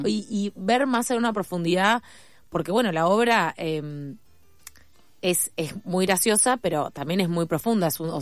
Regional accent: San Isidro, Buenos Aires Province, Argentina; Yo soy de San Isidro.

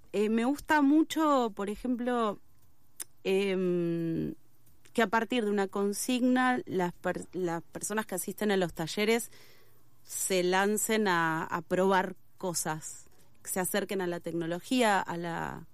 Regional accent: Morón, Buenos Aires Province, Argentina; born there; yo nací en Morón.

